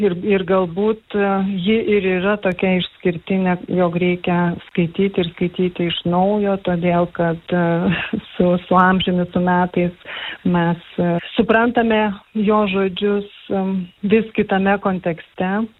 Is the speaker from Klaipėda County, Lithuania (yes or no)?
yes; Klaipėda, Klaipėda County, Lithuania; now in Nida, Lithuania; Aš pati esu klaipėdietė